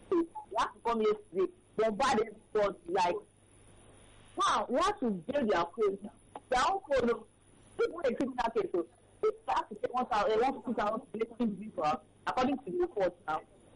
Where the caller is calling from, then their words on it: Kirikiri, Lagos, Nigeria; I'm calling from Kirikiri.